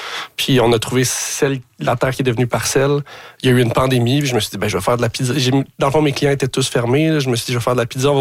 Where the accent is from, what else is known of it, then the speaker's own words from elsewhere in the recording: Montreal, Quebec, Canada; je ne suis pas du tout quelqu'un de la campagne. J'ai grandi à Ville-Saint-Laurent, Montréal.